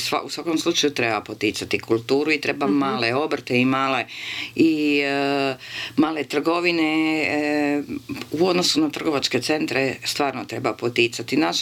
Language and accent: Croatian; Zagreb, City of Zagreb, Croatia; born there; Žao mi je jedino što je to Zagreb stradao u potresu, pa je to još vidljivo, ali volim, to je moj rodni grad